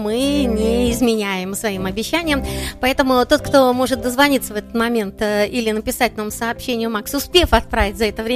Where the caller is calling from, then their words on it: Turkey; Я пишу вам из Турции, где с удовольствием слушаю радиостанцию «Прибой» с помощью сети интернет.